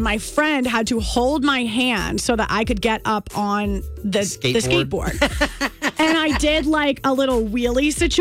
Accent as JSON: {"language": "English", "country": "United States", "tie": "born or raised there", "said": "growing up in Gibson County, everybody really leaned into that, like, rural country vibe."}